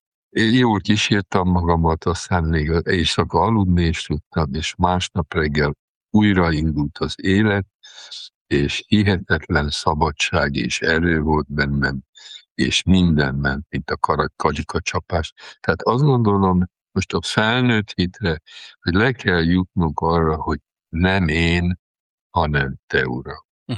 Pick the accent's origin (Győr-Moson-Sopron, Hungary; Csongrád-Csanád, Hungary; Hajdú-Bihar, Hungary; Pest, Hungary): Győr-Moson-Sopron, Hungary; Sopron; hát most soproni vagyok, egész életemben, már szerzetes életemben zsoltárokat imádkozunk.